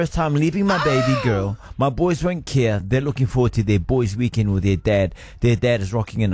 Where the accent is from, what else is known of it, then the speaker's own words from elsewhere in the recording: Auckland, New Zealand; I'm glad that it's in my hometown, not Otara, but Manurewa.